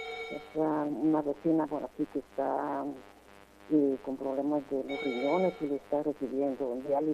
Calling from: Guatemala

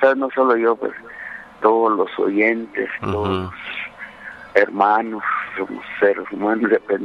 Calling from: Tecpán, Chimaltenango, Guatemala; Aquí le saluda … aquí en Colonia Las Flores, Tecpan.

